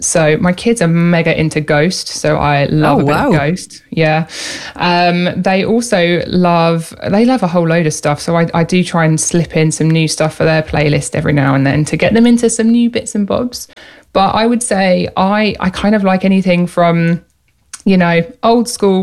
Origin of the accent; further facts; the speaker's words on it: East of England, United Kingdom; I come from Hertfordshire in the south.